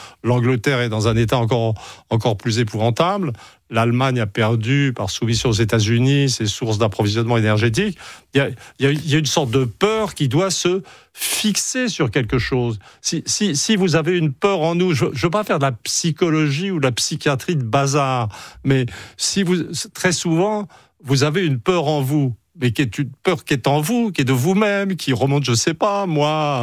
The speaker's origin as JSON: {"language": "French", "country": "France", "said": "Mais la réalité, c'est que je suis un Français et rien d'autre, et un occidental, je dirais, vraiment."}